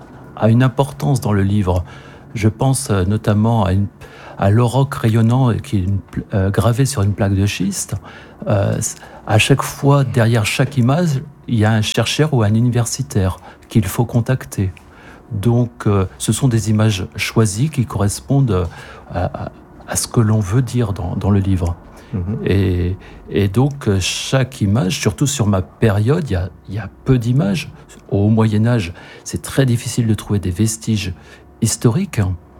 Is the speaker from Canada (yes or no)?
no; Vitré, Brittany, France; moi je suis de Pays Gallo, je suis originaire de Vitré, donc je ne maîtrise pas le breton